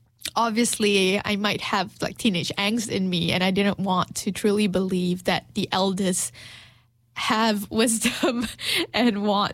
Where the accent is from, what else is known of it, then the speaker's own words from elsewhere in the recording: Malaysia; moved away as an adult; now in New Zealand; Being Malaysian here in Aotearoa, New Zealand, I still have my societal expectations that unfortunately I carry with me because of how I grew up or how I was raised in my community back home.